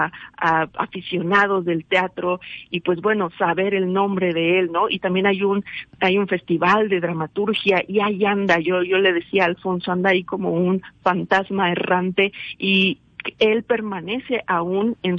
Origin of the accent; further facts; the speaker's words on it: Mexico; Vivimos la tragedia, pero al mismo tiempo nos burlamos de la tragedia como buenos mexicanos y mexicanas que somos, ¿no?